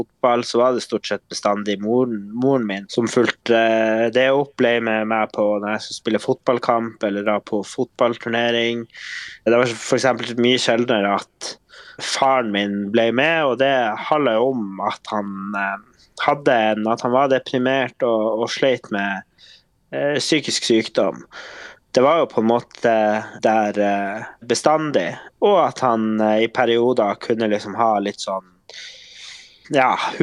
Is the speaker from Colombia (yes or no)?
no; Hammerfest, Finnmark, Norway; Men så växte jag upp i Hammerfest med en far som var psykisk sjuk